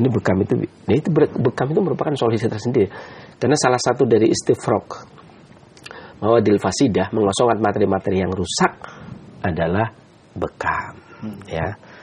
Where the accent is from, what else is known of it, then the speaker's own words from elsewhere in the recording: Pemalang, Central Java, Indonesia; born there; also born or lived in Cilacap / Purwokerto; saya lahir di Pemalang, berarti saya punya tabiat Pemalang. Pantai, kemudian saya tinggal di Cilacap sekitar 5 tahun lebih, berarti saya punya mizaj Cilacap